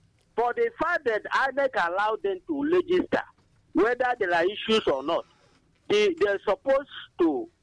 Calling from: Enugu, Enugu State, Nigeria; I'm calling from Enugu.

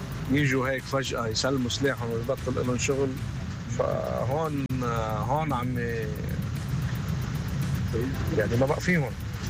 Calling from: Mount Lebanon, Lebanon; من الضاحية

